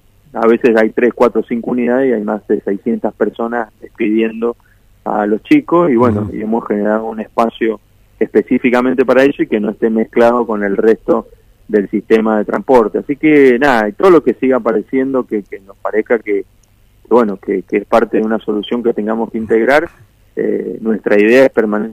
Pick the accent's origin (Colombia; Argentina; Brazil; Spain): Argentina; Mendoza; soy mendocino, soy emprendedor, empresario mendocino